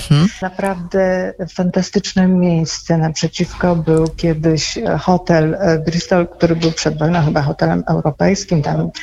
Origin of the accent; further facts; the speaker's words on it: Kielce, Świętokrzyskie Voivodeship, Poland; also born or lived in Kraków; now in Niepołomice, Poland; Kielczanką z dziada, pradziada. Urodziłam się w Kielcach, kilka pokoleń mieszkało w Kielcach, no ale życie mnie przeniosło do Krakowa, a w tej chwili do Niepołomic, równie królewskiego miasta.